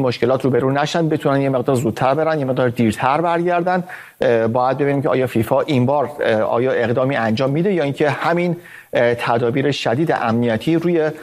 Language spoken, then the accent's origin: Persian; Iran; همه ما ایرانی هستیم